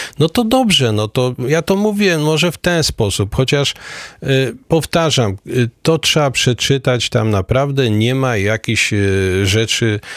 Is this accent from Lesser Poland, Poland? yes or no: yes; Lesser Poland, Poland; Mówię u nas w Galicji, no bo wiadomo, Kraków był częścią szczęśliwej Austrii.